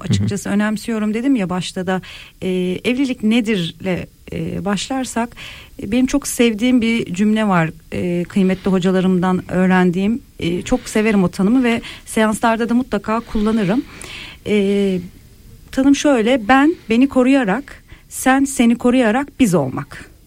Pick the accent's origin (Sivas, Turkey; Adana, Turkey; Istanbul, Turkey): Sivas, Turkey; Sivaslıyız.